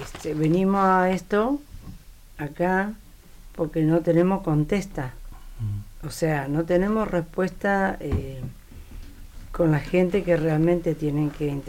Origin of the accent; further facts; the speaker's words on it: Argentina; Como ciudadano argentino, nosotros, yo pienso que tenemos que ser así.